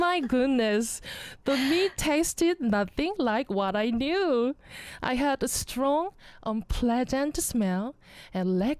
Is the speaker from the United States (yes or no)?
no; Jeju, South Korea; moved away as an adult; also born or lived in Seoul; I need to go back to my hometown Jeju right now